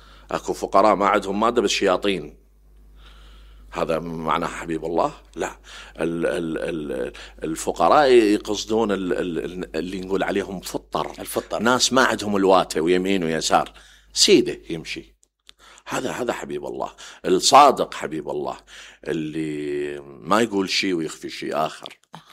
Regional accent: Iraq; إحنا تعبت كعراقي، مو تعبت

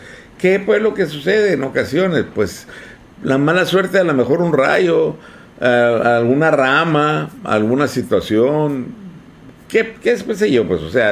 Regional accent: the Valley, Baja California, Mexico; nosotros también somos del Valle

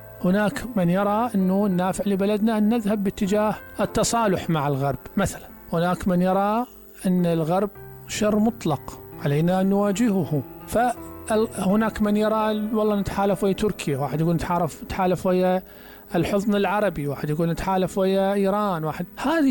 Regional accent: Iraq

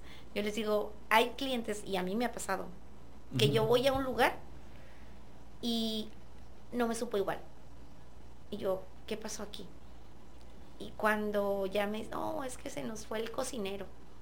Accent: Huatabampo, Sonora, Mexico; moved away; Soy originaria de Guatabampo, Sonora, frontera con Sinaloa. Ya tengo desde el 2000 por estos rumbos.

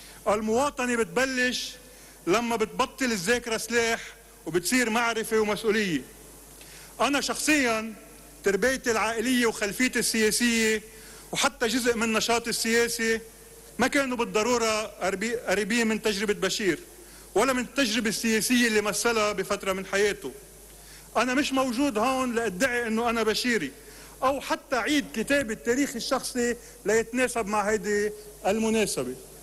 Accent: Lebanon; أنا مؤرخ لبناني، بقضي جزء كبير من حياتي عم بدرس تاريخ لبنان الحديث،

